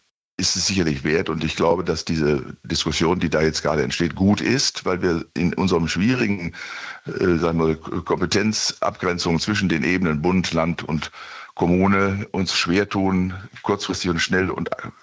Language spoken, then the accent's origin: German; Bielefeld, North Rhine-Westphalia, Germany; in meiner Heimatstadt Bielefeld ist eine vor ja, 3-4 Jahren eine neue Ordnung des Innenstadtbereichs vorgenommen worden